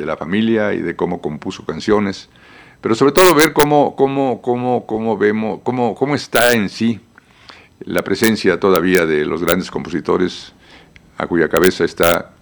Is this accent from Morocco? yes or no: no; Mexico; yo creo que vamos todos a ganar como mexicanos